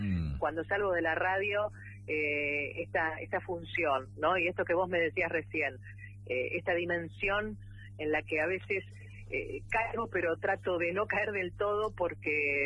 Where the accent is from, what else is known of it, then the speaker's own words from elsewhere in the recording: La Plata, Buenos Aires Province, Argentina; Yo soy platense.